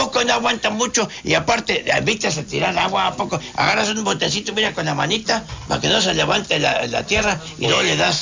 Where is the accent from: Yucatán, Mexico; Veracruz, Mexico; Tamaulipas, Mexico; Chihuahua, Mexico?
Tamaulipas, Mexico; Jaumave; Yo soy de Jaumabe.